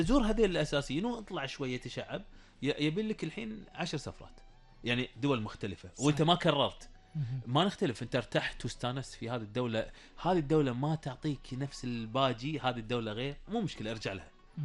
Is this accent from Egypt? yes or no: no; Kuwait